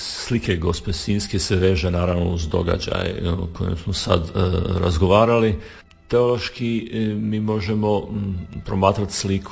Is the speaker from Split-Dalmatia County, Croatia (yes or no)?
yes; Sinj, Split-Dalmatia County, Croatia; Ja sam sam rođen u Sinju, ja sam sam odrastao u jednoj svijesti da je sasvim razumljivo da postoji Sinj, da postoji to hodočasničko mjesto, da postoji svetište.